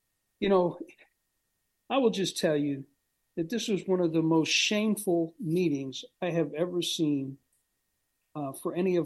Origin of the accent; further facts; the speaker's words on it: United States; as an American